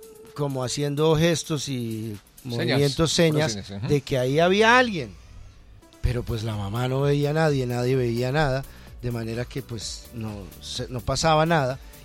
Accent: Colombia; como iglesia y como colombianos, que conozcamos eso.

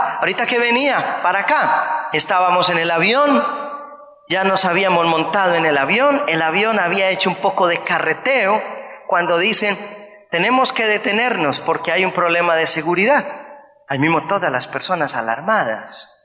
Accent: Colombia; cuando yo muestro mi pasaporte, como soy colombiano

